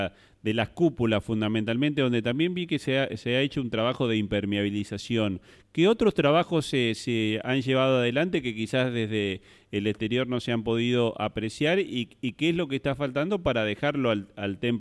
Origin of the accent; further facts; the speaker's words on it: Santa Fe, Argentina; moved away as an adult; now in Santo Tomé, Argentina; Yo soy santafesino, pero santotomecino por adopción. Después de que me casé, me llevaron para la ciudad de Santo Tomé. Hoy soy un santotomecino.